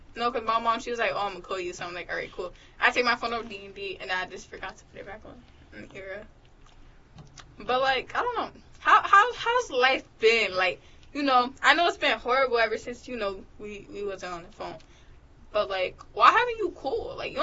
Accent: New York, United States; as a New Yorker

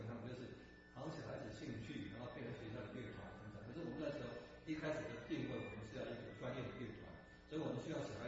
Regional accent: Kinmen, Kinmen County, Taiwan; 可是我们金门这边从以前站在前面的时候，我是不能到海边的。

